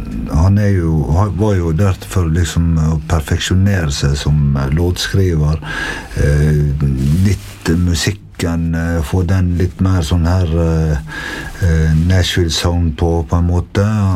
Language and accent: Norwegian; Bergen, Vestland, Norway; Jeg vil si det som bergenser